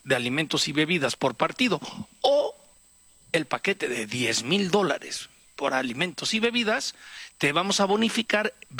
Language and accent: Spanish; Mexico; Y duele como mexicano, sí.